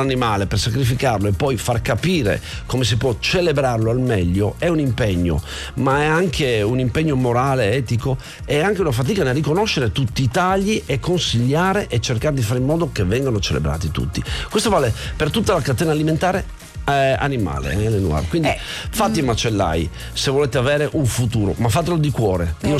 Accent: Canada; Io l'ho vissuto perché, essendo canadese, comunque vedevo sto arnese

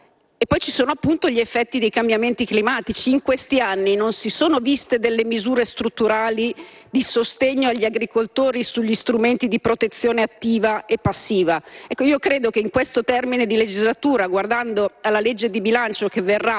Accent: Lombardy, Italy; io vengo dalla Lombardia

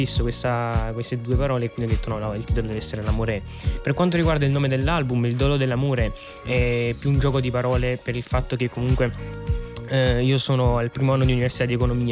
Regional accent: Avellino, Campania, Italy; Io comunque sono nato a Avellino, e Avellino è molto vicino a Napoli, quindi diciamo fin da piccolo ho sempre visto Napoli come la città

